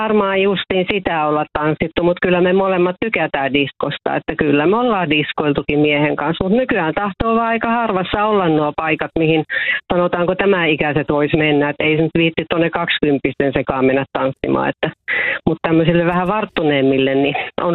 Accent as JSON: {"language": "Finnish", "town": "Jyväskylä", "region": "Central Finland", "country": "Finland", "tie": "born or raised there", "moved": "yes", "said": "Jyväskylässä. Mä oon siellä viettänyt, mä oon syntynyt ja viettänyt siellä nuoruuteni ja osan aikuisuuttakin. Ja tälläkin hetkellä olen täällä Jyväskylässä, mä oon meidän kesäpaikasta täällä."}